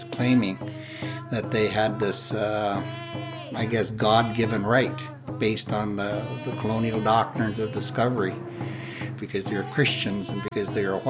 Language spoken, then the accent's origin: English; British Columbia, Canada